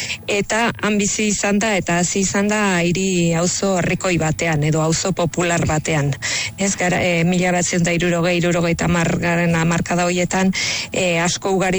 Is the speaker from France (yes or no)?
yes; Nouvelle-Aquitaine, France; Lapurdikoa naiz